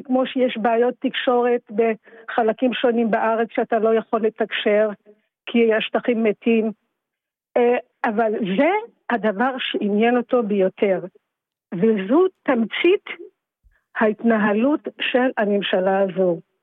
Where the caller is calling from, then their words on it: Petah Tikva, Central District, Israel; פתח תקווה.